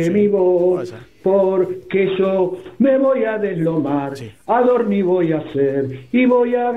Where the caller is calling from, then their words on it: Mar del Plata, Buenos Aires Province, Argentina; de Mar del Plata.